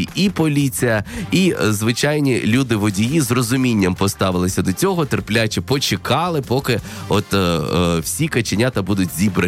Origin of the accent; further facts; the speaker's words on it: Zaporizhzhia, Zaporizhzhia Oblast, Ukraine; в Запоріжжі, в моєму рідному місті